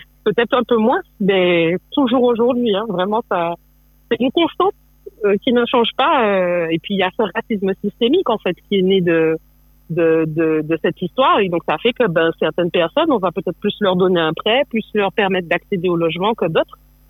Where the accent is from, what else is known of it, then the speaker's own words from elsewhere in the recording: Martinique; je suis martiniquaise, donc c'est une histoire avec laquelle, qu'on le veuille ou non, elle est là avec nous, en fait. J'ai grandi en Martinique